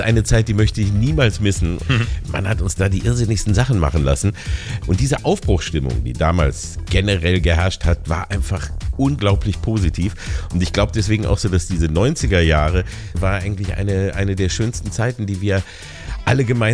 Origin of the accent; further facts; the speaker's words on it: Lower Saxony, Germany; Hallo nach Niedersachsen, meine alte Heimat.